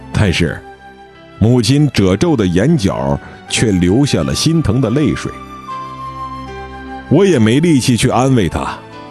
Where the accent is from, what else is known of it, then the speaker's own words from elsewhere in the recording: Daqing, Heilongjiang, China; 我虽然是一个土生土长的大庆人，但是报到之前对这个行业的了解还是一张白纸。